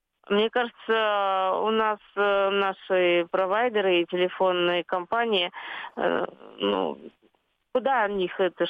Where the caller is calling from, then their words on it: Saint Petersburg, Russia; я из Санкт-Петербурга.